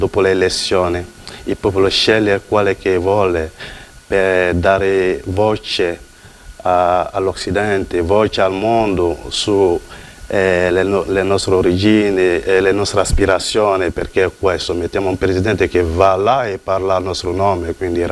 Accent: Dimbokro, Lacs, Côte d’Ivoire; born there; Italian is a second language; sono nato a Dimocura, al centro della Costa d'Avorio, una città bellissima

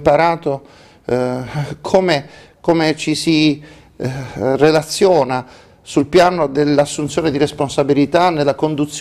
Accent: Barletta, Apulia, Italy; born there; also born or lived in Taranto; No, io sono nato a Barletta da genitori di Andria, andriesi.

